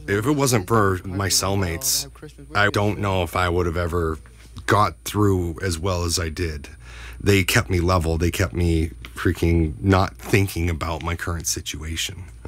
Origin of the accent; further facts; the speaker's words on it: Vancouver, British Columbia, Canada; I'm from the Cayuga Checklesset tribe in Vancouver, British Columbia.